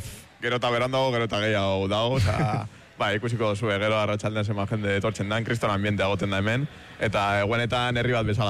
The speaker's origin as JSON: {"language": "Basque", "town": "Bilbao", "region": "Basque Country", "country": "Spain", "said": "Ez, gu bilbotarra gara"}